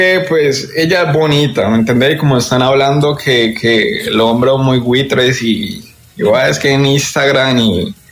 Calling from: Palmira, Valle del Cauca, Colombia; tengo raíces de Nariño, pero soy de Palmira Valle.

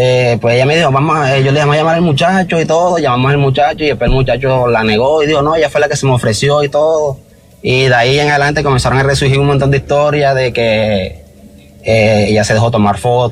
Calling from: Caribbean coast, Colombia; porque yo soy costeño, ella es paisa

